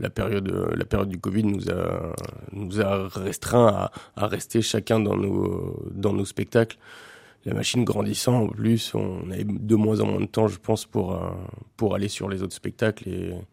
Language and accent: French; Pays de la Loire, France; moved away as an adult; now in Vendée, France; Je suis nantais d'origine, plus particulièrement en fait au sud de Nantes. J'ai passé mon enfance à Geneton, une petite ville qui est au bord de la Vendée.